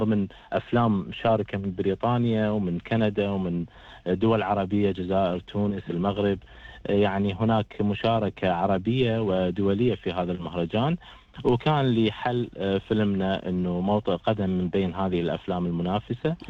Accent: Iraq; طبعا كعراقي حس بهذا الخطر

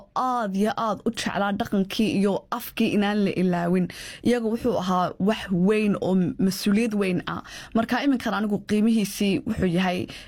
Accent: London, United Kingdom; waxaan ku koray Tower Hamlets waxa ka buuxa dad Bangladesh ka yimi marka wayna arkanaan muslim nahay

